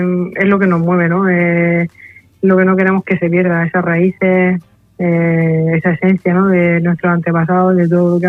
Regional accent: Region of Murcia, Spain

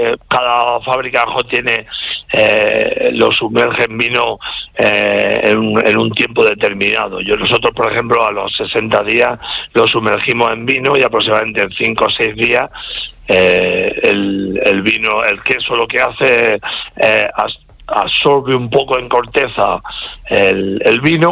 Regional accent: Calasparra, Region of Murcia, Spain; yo soy de Calasparra, de la zona de Caravaca

